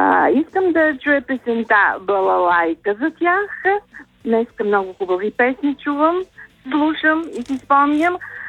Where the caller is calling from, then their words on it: Sofia, Sofia City, Bulgaria; съм от София.